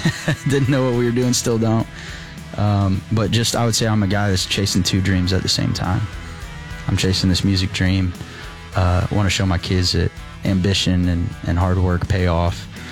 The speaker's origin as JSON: {"language": "English", "town": "Bixby", "region": "Oklahoma", "country": "United States", "tie": "born or raised there", "said": "Born and raised in Bixby, Oklahoma. … I make Heartland rock and roll music"}